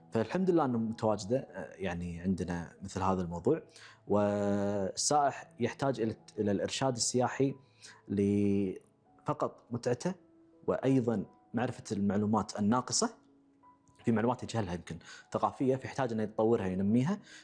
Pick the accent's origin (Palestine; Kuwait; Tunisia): Kuwait; عندنا في الكويت